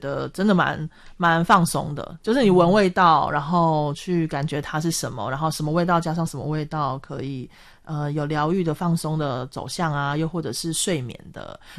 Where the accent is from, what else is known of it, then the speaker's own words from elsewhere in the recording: Japan; Chinese is a second language; 对，然后我是一个日本人